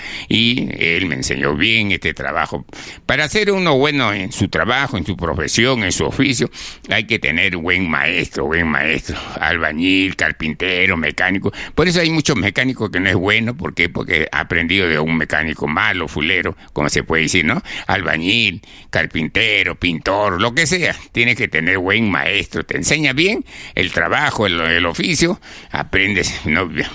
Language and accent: Spanish; Chiclayo, Lambayeque, Peru; moved away; yo me he criado con mi abuelo … que me enseñó este trabajo allá en Chiclayo, en mi tierra.